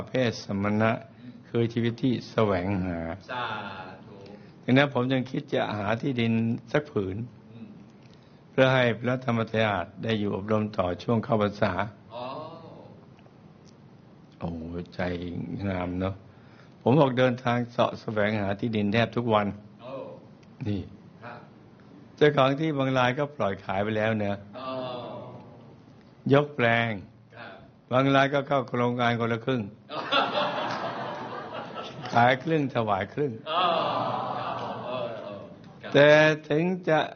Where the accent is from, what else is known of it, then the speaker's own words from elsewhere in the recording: Thailand; ในปีพุทธศักราช2553ผมจึงได้รับภารกิจให้กลับบ้านเกิดไปจัดงานบวชที่จังหวัดอุตรดิตถ